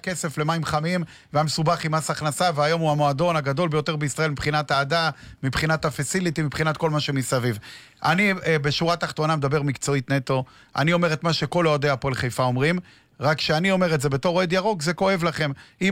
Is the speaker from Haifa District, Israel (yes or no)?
yes; Kiryat Yam, Haifa District, Israel; אני גדלתי בקריית ים